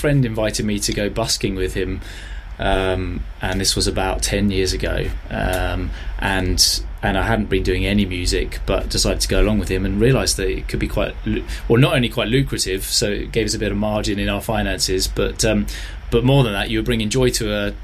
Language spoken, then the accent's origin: English; Cambridge, East of England, United Kingdom; moved away; So I'm originally from Cambridge, and now I live in Cambridge, in the glorious city itself. Been away for 24 years, I think. Finally back in the hometown, back in the Shire.